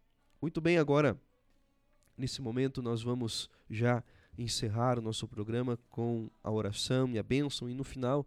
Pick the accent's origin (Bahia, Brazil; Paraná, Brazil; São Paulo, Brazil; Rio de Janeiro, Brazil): Paraná, Brazil; Itaperuçu; moved away; lá em Itapeiruçu, na minha cidade natal.